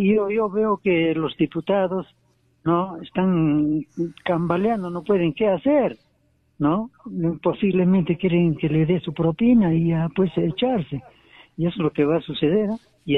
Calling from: Peru

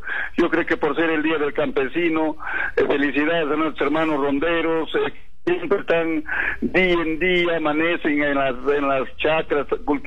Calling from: José Sabogal, Cajamarca, Peru; Radio Continente, de José Sabogal, San Marcos.

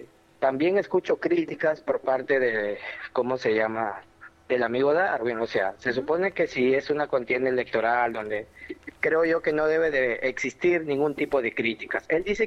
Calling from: Peru; soy de acá del distrito de Tucumán

